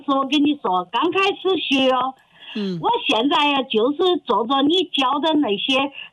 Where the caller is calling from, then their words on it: Guizhou, China; 我是贵州的。